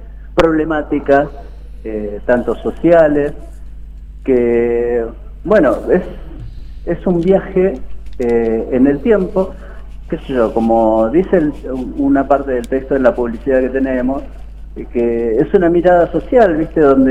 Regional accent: General Rodríguez, Buenos Aires Province, Argentina; Yo solo soy de Rodríguez

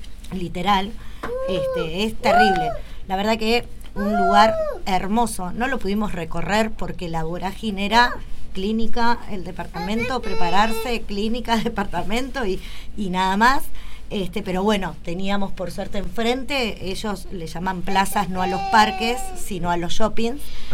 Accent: Argentina; Extrañamos la carne, o sea, como argentinos carnívoros

